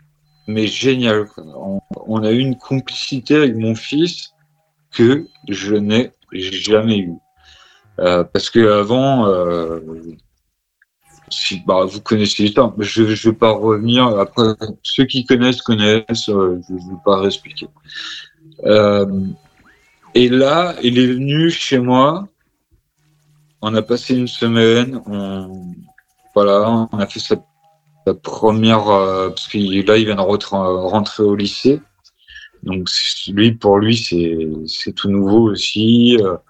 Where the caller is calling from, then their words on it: Quimper, Brittany, France; moi, j'habite à Quimper.